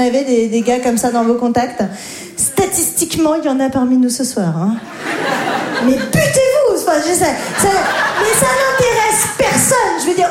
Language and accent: French; Grand Est, France; born or raised there